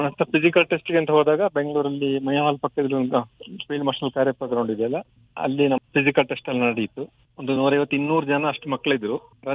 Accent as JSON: {"language": "Kannada", "region": "Karnataka", "country": "India", "tie": "born or raised there", "said": "ನಮ್ಮ ಊರು ಸುಮಾರ್ಪೇಟೆ ತಾಲೂಕು ಆಲೂರು ಸಿದ್ದಾಪುರ ಪಂಚಾಯತಿ ದೊಡ್ಡ ಕಣಗಾಲ್ ಗ್ರಾಮ. ನಮ್ಮದು ನಾನು ನನ್ನ ಪ್ರಾಥಮಿಕ ಶಿಕ್ಷಣವನ್ನು ಅಲ್ಲೇ ಸೋಮವಾರಪೇಟೆ ಆಲೂರು ಸಿದ್ದಾಪುರದ ಸರ್ಕಾರಿ ಮಾದರಿ ಪ್ರಾಥಮಿಕ ಶಾಲೆಯಲ್ಲಿ ಮುಗಿಸಿ"}